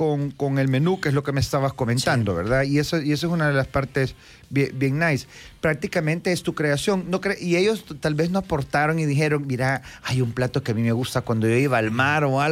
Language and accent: Spanish; El Salvador; nosotros como salvadoreños que somos